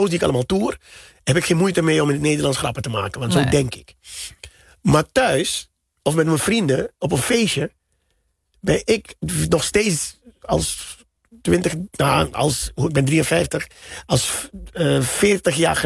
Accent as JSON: {"language": "Dutch", "country": "Suriname", "tie": "born or raised there", "moved": "yes", "said": "ik ben in Suriname opgegroeid."}